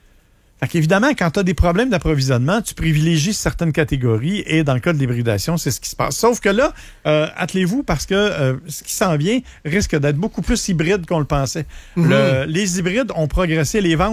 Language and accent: French; Saint-Hyacinthe, Quebec, Canada; Moi, je suis de Saint-Hyacinthe, c'est pas un secret.